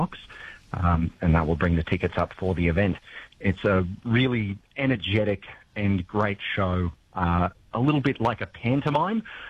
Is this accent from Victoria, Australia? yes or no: no; Dorrigo, New South Wales, Australia; I grew up in Dorrigo, and I was part of the Young Drama program in the 90s, and I had a strong affection for it. And I moved back to Dorrigo in 2019